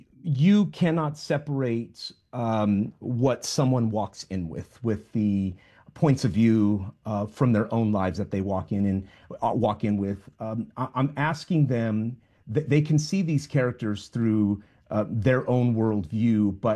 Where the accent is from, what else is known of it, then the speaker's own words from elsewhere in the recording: Wilmington, California, United States; So I grew up in Wilmington, California, in South Los Angeles. I was one of seven boys.